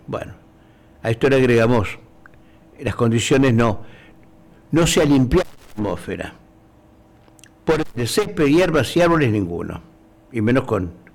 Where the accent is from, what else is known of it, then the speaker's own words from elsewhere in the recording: Punta Alta, Buenos Aires Province, Argentina; born there; moved away; cuando era chico, pisando allá en Puerto Belgrano, pisando escarcha.